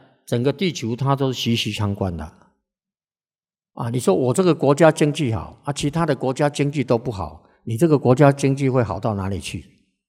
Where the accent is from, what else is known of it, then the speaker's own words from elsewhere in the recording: Taiwan; 去慈济他是为我们台湾人在修福啊，